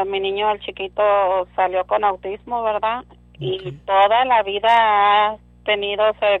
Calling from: Edinburgh, Scotland, United Kingdom; De acá, de Edimburgo.

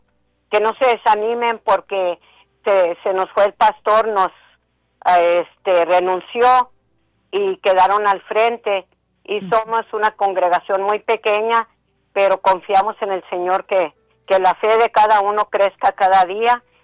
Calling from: Morton, Texas, United States; de Morton.

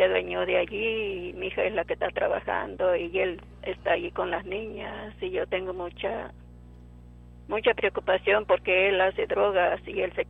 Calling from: Weslaco, Texas, United States; Aquí de Huéslaco.

